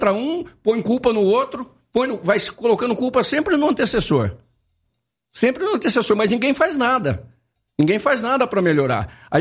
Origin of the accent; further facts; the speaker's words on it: Campinas, São Paulo, Brazil; E eu falo isso como campineiro.